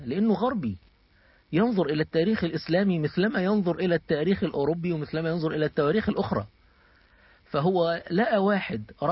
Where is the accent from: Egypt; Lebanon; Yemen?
Egypt; أنا كمصري